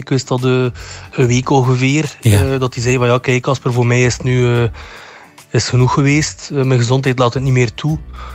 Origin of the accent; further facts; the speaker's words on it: Menen, Flanders, Belgium; Ik ben 35 jaar, geboren en getogen in Menen.